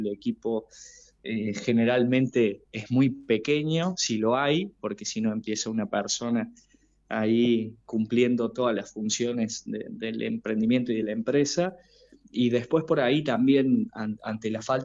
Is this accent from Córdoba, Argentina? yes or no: yes; Ordóñez, Córdoba, Argentina; vengo de la localidad de Ordóñez, ahí cerquita